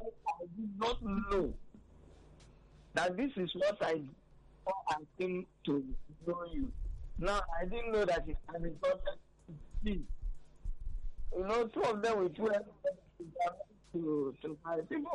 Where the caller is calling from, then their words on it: Alaba, Lagos, Nigeria; I'm calling from Alaba.